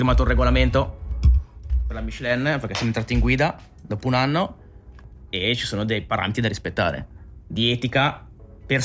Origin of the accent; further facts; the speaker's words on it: Como, Lombardy, Italy; sono cresciuto a Como.